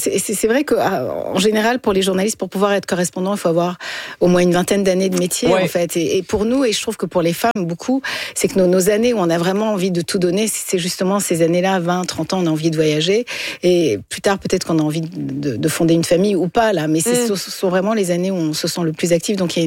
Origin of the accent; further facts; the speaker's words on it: Montreal, Quebec, Canada; J'ai grandi à Montréal